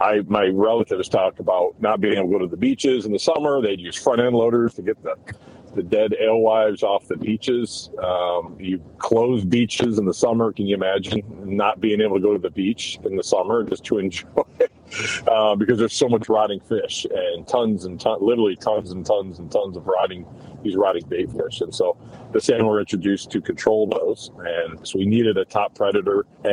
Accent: North Muskegon, Michigan, United States; now in Traverse City, United States; I grew up in North Muskegon area on the west coast of Michigan. And grew up fishing with my dad and my grandfather.

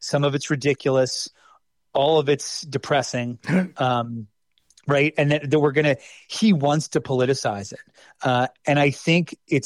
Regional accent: United States; my pride in being American has nothing to do with what Donald Trump is doing.

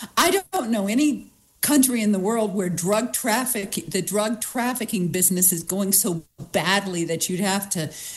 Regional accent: Washington, District of Columbia, United States; interesting because I grew up in Washington

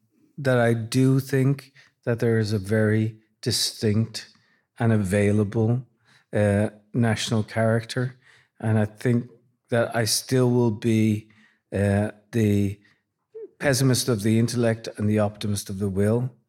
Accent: Ireland; moved away as an adult; now in United States; So I come from Ireland, and you know, I grew up with literature and the sense of the Irish identity

